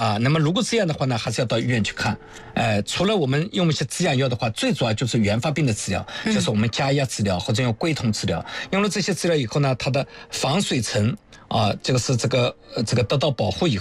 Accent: China

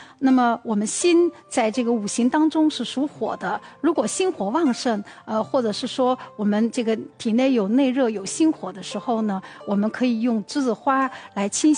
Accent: Zhejiang, China; 小时候因为我是在浙江南方长大，栀子花呢在我的老家，这个在院前屋后，可能每家都会种的有那么一颗两颗的这个栀子花

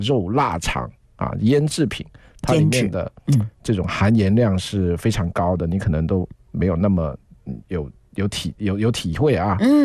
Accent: Guangdong, China; 像我们潮汕人也好，广东人也好，我们做饭很讲究

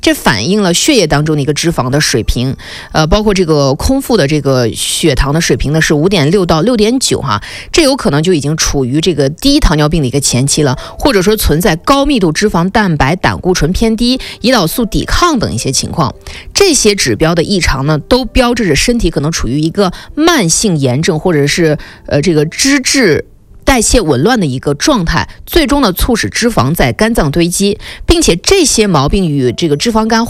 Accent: China; 这个是我们中国人

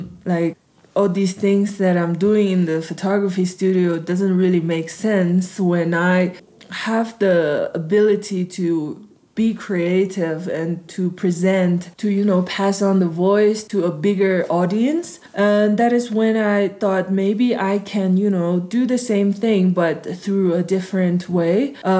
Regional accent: Lhasa, Tibet, China; I grew up in Lhasa, and we have been growing up surrounded by mountains.

